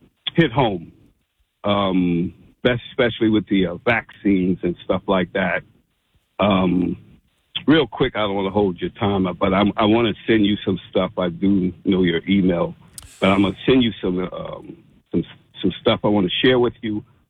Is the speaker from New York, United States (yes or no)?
no; New Jersey, United States; moved away as an adult; also born or lived in North Carolina; now in Freehold, United States; Born and raised in Jersey. I went down to North Carolina for a few minutes.